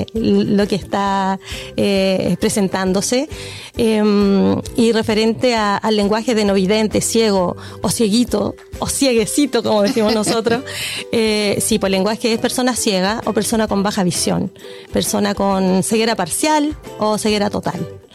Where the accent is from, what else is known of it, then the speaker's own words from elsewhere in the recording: Talca, Maule, Chile; born there; moved away as an adult; la típica broma de que yo nací en Talca